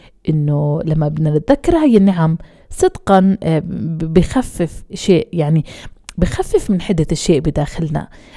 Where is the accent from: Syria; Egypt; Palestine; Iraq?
Palestine; إحنا كشعب فلسطيني